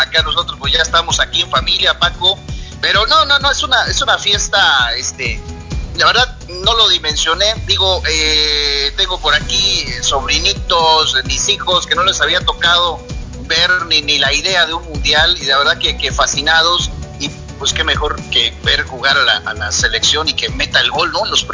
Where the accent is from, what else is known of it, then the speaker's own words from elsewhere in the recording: Mexico; la fuerza de la unión que tenemos como mexicanos.